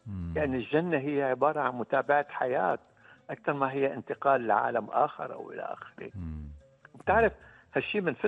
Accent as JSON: {"language": "Arabic", "town": "Latakia", "region": "Latakia Governorate", "country": "Syria", "said": "طبعا مدينتي اللاذقية مدينة أنا يعني ممكن بقول انصلبت عليها وانتميت لها"}